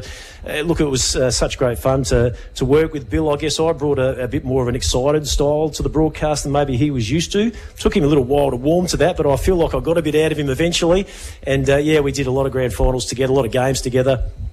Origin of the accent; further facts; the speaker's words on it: Adelaide, South Australia, Australia; now in Sunraysia, Australia; Growing up in Adelaide